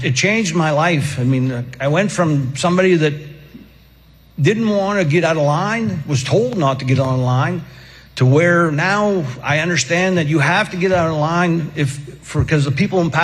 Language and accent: English; Allagash, Maine, United States; I grew up in Allegash in a family of loggers